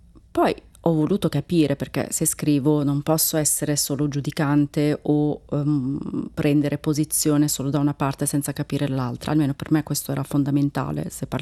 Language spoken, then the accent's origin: Italian; Turkey; Perché essendo anch'io turca, avevo questa barriera con queste donne